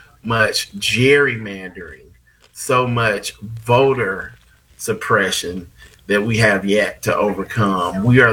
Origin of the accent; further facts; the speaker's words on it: Selma, Alabama, United States; I grew up in Selma